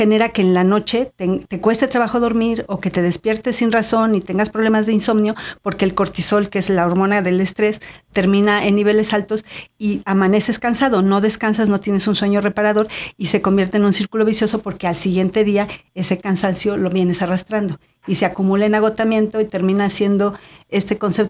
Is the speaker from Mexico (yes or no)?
yes; Mexico; O sea, sí, somos los mexicanos, nos hemos hecho desconfiados.